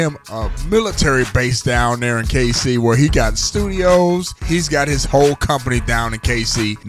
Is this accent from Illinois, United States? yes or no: yes; East St. Louis, Illinois, United States; moved away; I'm originally from East St. Louis in Illinois